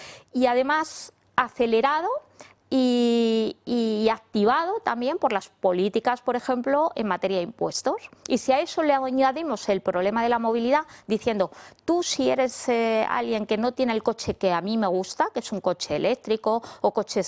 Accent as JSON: {"language": "Spanish", "town": "Madrid", "region": "Community of Madrid", "country": "Spain", "said": "lo que somos nosotros los españoles, los madrileños"}